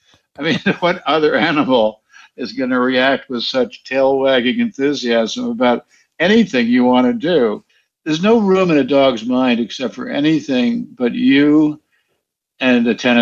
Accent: Jackson Heights, New York, United States; also born or lived in Westchester, United States; We grew up in Jackson Heights, New York, and in an apartment, so we didn't have a dog.

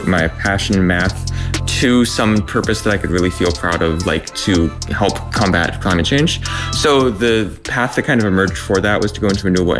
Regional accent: Fairbanks, Alaska, United States; Growing up in Fairbanks, it was kind of impossible not to notice climate change, just how I was growing up.

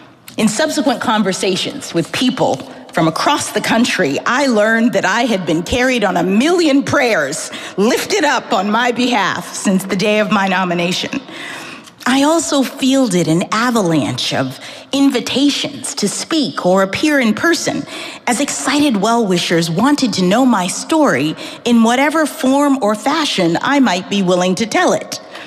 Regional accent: Washington, District of Columbia, United States; born there; My mother was a public school science teacher when I was born in Washington, D.C. in 1970.

